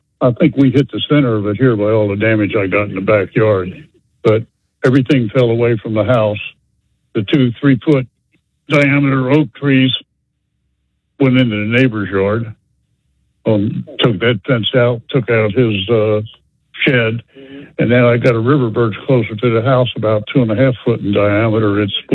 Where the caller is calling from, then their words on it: Pensacola, Florida, United States; I live off Nine Mile Road in Pensacola.